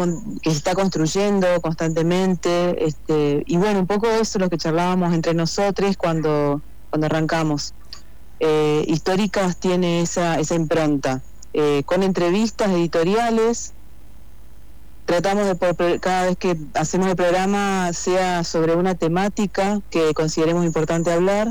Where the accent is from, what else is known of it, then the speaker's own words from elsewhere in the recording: Posadas, Misiones, Argentina; Está acá en Posadas, somos de Posadas.